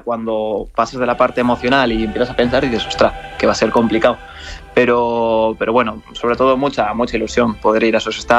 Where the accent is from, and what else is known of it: Spain